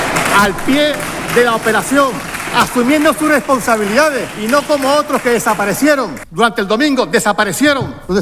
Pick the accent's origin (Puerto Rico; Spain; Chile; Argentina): Spain; Canary Islands; Y me duele, como canario, que el presidente del gobierno de Canarias anuncie en una rueda de prensa